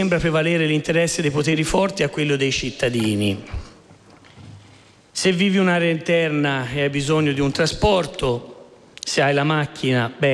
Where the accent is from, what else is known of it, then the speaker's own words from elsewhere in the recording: Tuscany, Italy; accent: Tuscan; il mio accento indica la mia provenienza e la rivendico con orgoglio